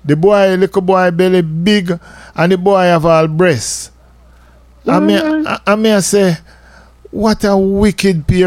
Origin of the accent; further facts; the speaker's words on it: Jamaica; I come from Jamaica.